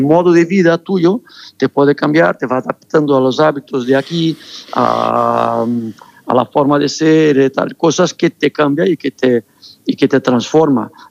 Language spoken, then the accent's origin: Spanish; Brazil; Spanish is a second language; moved away as an adult; Yo soy brasileño al 100% en el aspecto deporte y con un equipo. En el aspecto música, te va gustando cada vez más la música española, cosas que se hacen, pero también soy mucho más raíces brasileña.